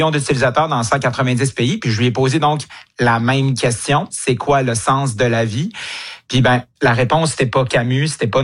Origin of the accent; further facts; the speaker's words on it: Quebec, Canada; Puis chez nous, au Québec, on est peut-être un peu moins concernés par ça parce que, bon, on n'est pas très religieux. On est parmi les peuples les plus laïcs au monde.